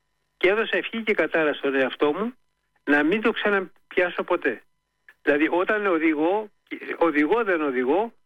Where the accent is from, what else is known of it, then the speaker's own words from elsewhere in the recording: Peloponnese, Greece; που ήταν από το χωριό μου